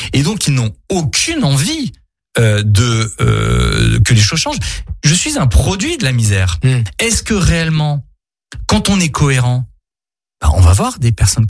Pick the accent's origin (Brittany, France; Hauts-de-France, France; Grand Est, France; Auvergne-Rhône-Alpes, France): Grand Est, France; je suis alsacien, et malheureusement, l'Alsace a été, la communauté juive d'Alsace a été décimée quasiment en Alsace.